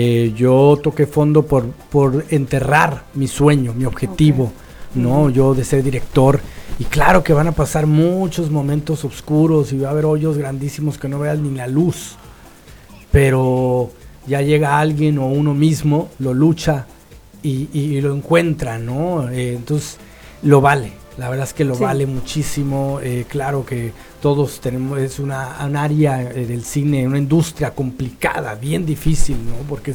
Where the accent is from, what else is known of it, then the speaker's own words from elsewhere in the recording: Mexicali, Baja California, Mexico; moved away; en lugar de estar en México, vamos a estar aquí en Mexicali